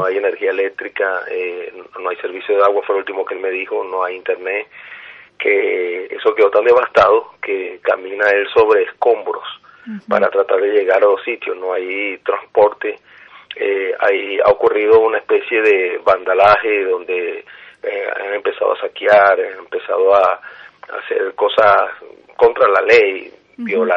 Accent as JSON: {"language": "Spanish", "region": "La Guaira", "country": "Venezuela", "tie": "born there", "moved": "yes", "said": "nací en La Guaira."}